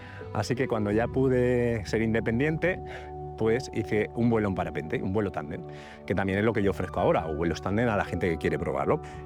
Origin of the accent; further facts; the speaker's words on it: Alpuente, Valencian Community, Spain; yo soy de Valdobar, de una aldea de aquí de Alpuente